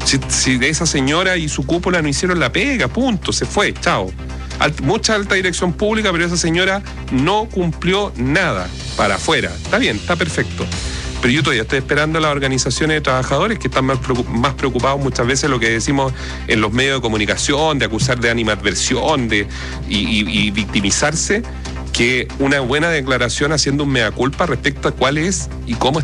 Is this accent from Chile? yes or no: yes; Chile